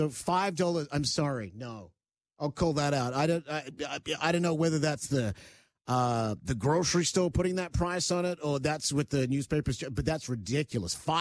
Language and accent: English; Australia; moved away as an adult; Because I grew up in Australia before moving here when I was in my late 20s.